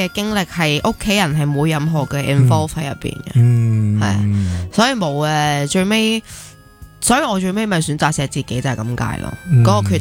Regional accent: Hong Kong; born or raised there

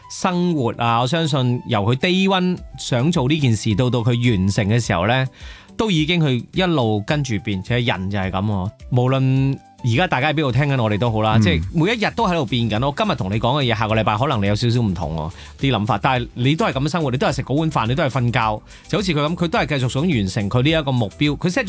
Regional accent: Hong Kong

